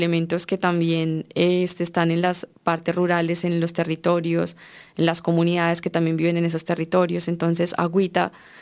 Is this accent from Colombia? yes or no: yes; Colombia; como lo es el paisaje colombiano y como lo somos los colombianos mismos, que somos de todos los colores.